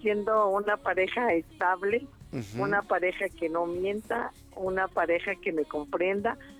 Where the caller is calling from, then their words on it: Tecámac, State of Mexico, Mexico; Desde el estado de Tecama.